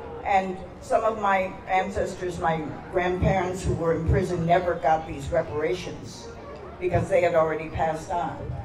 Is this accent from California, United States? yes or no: yes; Los Angeles, California, United States; born there; also born or lived in Heart Mountain, Wyoming; I was born in Los Angeles, 1942, and my parents and I were sent to the Santa Anita racetrack, where we lived in a horse stall for 5 months.